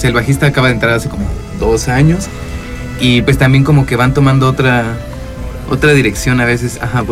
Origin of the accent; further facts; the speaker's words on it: Querétaro, Mexico; los tres somos queretanos.